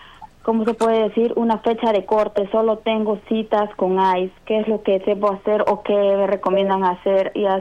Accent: Peru; now in United States

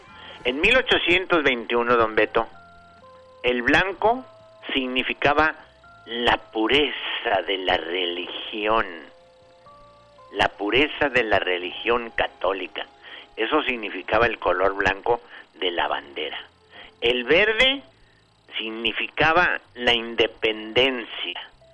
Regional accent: Zacatecas, Mexico; Voy que como mexicano, como zacatecano

